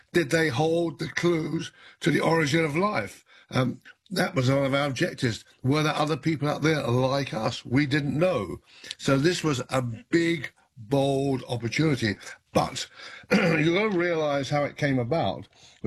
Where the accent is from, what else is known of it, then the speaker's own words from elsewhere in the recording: United Kingdom; moved away as an adult; now in United States; 70 when I came to America from Oxford, started working at JPL, then submitted a proposal, and somehow, out of the thousands that wanted to be involved, I was chosen the only British person at that stage ever to be selected.